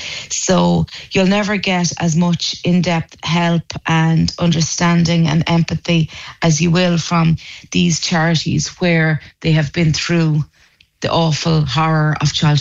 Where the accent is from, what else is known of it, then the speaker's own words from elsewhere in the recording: Ahascragh, County Galway, Ireland; now in Mullinahone, Ireland; from Ahaskra originally, and I'm living now in Tipperary for the last 20-something years, based in Mullnahone.